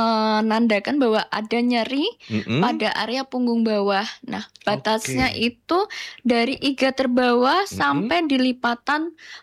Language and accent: Indonesian; Java, Indonesia; Saya Jawa.